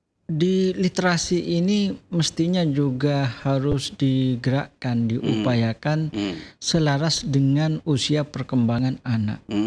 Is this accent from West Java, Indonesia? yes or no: no; Sumenep, East Java, Indonesia; saya orang Sumenep, tinggal di Sumenep